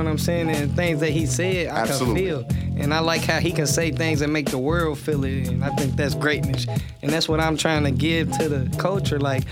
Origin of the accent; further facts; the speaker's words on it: Cincinnati, Ohio, United States; I'm from Evanston, actually, you know what I'm saying?